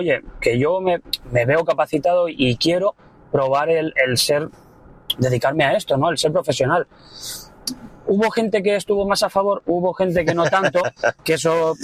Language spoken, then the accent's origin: Spanish; Barcelona, Catalonia, Spain; Vengo de Barcelona.